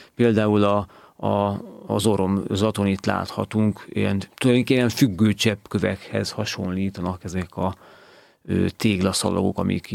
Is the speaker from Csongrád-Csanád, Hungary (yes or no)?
yes; Hódmezővásárhely, Csongrád-Csanád, Hungary; de hát a szívem húz haza, tulajdonképpen én Hódmezővásárhelyen születtem, és ott is éltem, életem első szakaszában, és sokat láttam ezt a templomot